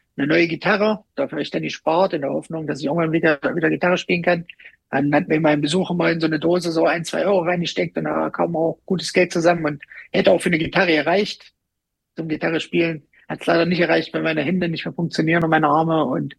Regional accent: Rübeland, Saxony-Anhalt, Germany; so bin ich halt auch aufgewachsen hier oben bei uns im Harz, in Rübeland. Das war immer so das kleine Zeckendorf, das Geiliendorf.

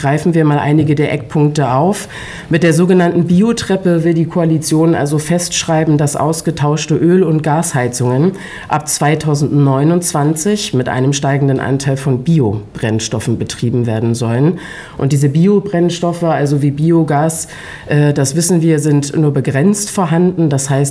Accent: Rostock, Mecklenburg-Vorpommern, Germany; Meine Heimatstadt, die Hans- und Universitätsstadt Rostock, gehört mit dazu.

